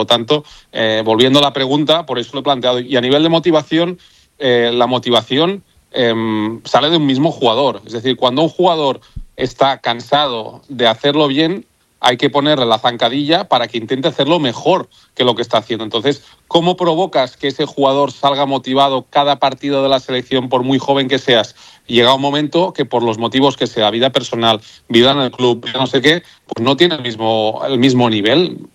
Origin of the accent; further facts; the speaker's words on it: Catalonia, Spain; Yo soy catalán, prepago la cena, no hay problema, no te preocupes.